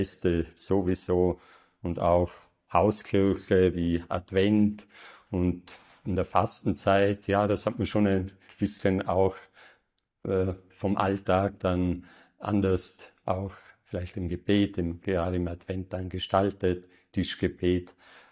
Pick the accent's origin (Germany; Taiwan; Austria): Austria; Tyrol; moved away as an adult; now in Brixen, Italy; Ich bin in einer ländlichen Familie, also 15 Kilometer südwestlich von Innsbruck beheimatet, bin dort geboren, in dieser Gemeinde und aufgewachsen und vom Elternhaus her auch kirchlich geprägt.